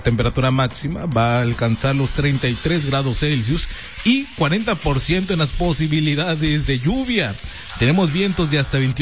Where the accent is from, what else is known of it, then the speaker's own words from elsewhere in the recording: Mexico; de nosotros como mexicanos